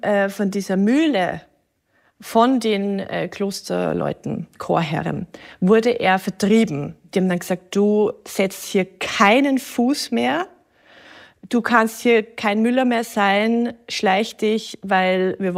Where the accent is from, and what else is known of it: Straubing, Bavaria, Germany